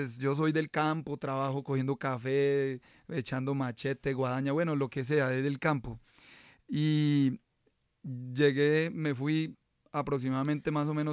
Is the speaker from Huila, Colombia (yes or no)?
yes; Pitalito, Huila, Colombia; moved away; la oportunidad estaba en Pitalito Huila, en mi tierra.